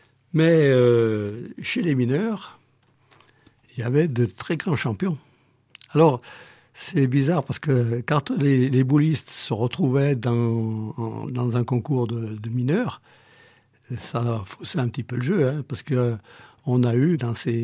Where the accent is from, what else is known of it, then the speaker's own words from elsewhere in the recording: Saint-Étienne, Auvergne-Rhône-Alpes, France; Et bien sûr, chez nous, à Saint-Étienne, c'était surtout des gens de la langue, de la lyonnaise.